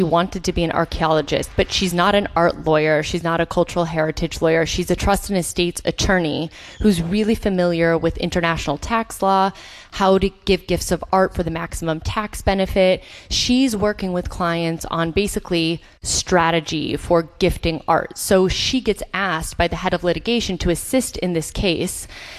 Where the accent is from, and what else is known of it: Chicago, Illinois, United States